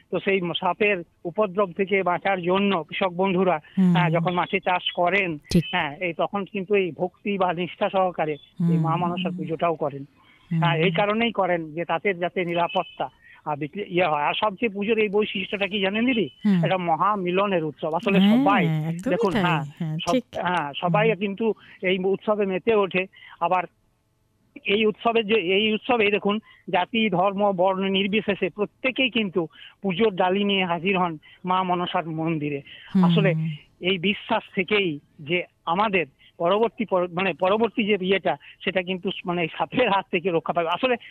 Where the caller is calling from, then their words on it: Dubrajpur, West Bengal, India; আমি বীরভূম জেলার দুবরাজপুর থেকে।